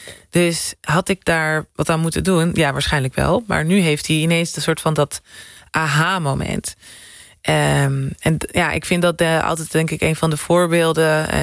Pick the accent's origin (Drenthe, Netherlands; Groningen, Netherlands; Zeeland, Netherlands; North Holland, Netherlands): North Holland, Netherlands; Haarlem; also born or lived in Amsterdam; ik kom uit Amsterdam. Dan zeggen mensen, maar waar kom je echt vandaan? Mm-hmm. En dan zeg ik, kom uit Haarlem.